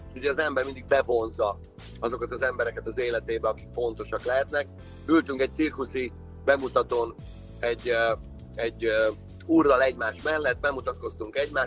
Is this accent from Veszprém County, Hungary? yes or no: yes; Veszprém, Veszprém County, Hungary; Én veszprémi fiú vagyok, és Balaton-Almádi hegyoldalba tanultam meg lovagolni.